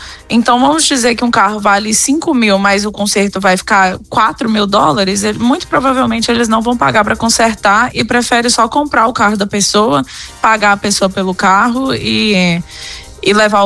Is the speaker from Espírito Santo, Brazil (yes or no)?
yes; Espírito Santo, Brazil; also born or lived in Minas Gerais / Mato Grosso; Eu sou mineira do Espírito Santo. Mas eu morei lá em Minas por muitos anos e depois eu morei um tempo no Mato Grosso também.